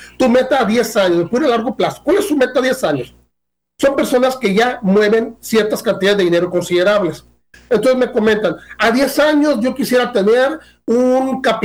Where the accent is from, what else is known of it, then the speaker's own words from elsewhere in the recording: Mexico; yo estoy en México. Ok, como mexicanos